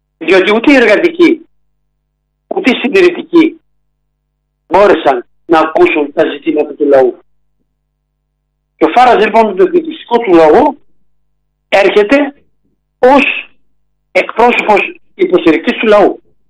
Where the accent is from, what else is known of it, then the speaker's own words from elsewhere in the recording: Greece; είμαστε Έλληνες εδώ.